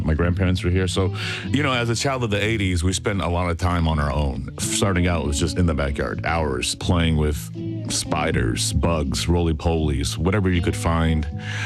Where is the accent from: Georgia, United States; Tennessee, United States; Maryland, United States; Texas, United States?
Texas, United States; Houston; I grew up in Houston, Texas. The house was built sometime in the 70s. It was somewhat of a new suburban neighborhood.